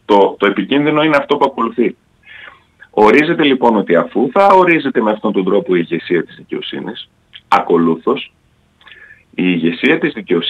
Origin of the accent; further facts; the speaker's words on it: Trikala, Thessaly, Greece; επειδή είμαι και από τη Θεσσαλία, από τα Τρίκαλα